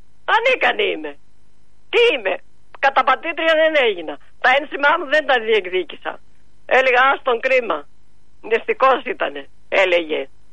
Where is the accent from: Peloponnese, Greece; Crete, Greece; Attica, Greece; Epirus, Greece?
Epirus, Greece; Metsovo; ή εδώ στην πατρίδα μου στο Μέτσο